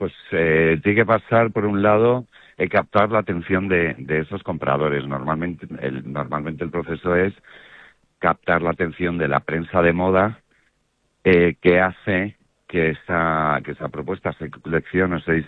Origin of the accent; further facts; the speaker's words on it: Spain; nosotros como españoles